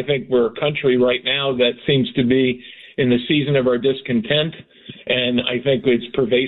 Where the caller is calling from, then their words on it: Rhode Island, United States; saddens me as an American and as a Rhode Islander.